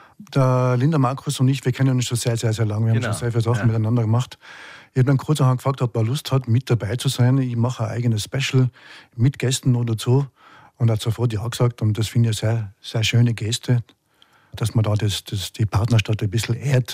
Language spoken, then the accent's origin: German; Tyrol, Austria; als Tiroler, die den Tiroler Schmäh in New Orleans ein bisschen mit einbringen